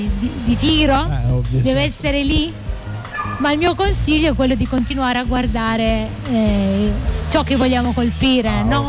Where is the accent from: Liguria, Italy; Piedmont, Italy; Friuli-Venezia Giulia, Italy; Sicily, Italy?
Piedmont, Italy; Turin; now in Perugia, Italy; perché in realtà io sono di Torino, però adesso è un anno che sono qui in Umbria.